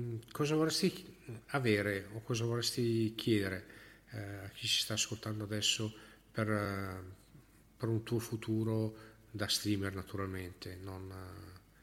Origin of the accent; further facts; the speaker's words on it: Bergamo, Lombardy, Italy; fai conto che noi siamo da radio di Bergamo, io sono di Bergamo